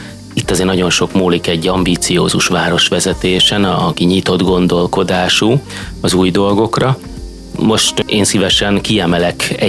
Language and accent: Hungarian; Cegléd, Pest, Hungary; Cegléden kívül, ami szülővárosom, és itt lakom